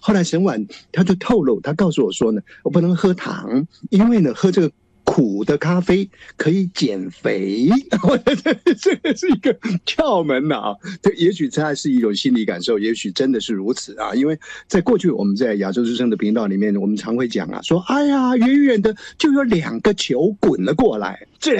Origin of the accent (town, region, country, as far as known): Hsinchu, Taiwan; born or raised there; now in Taipei, Taiwan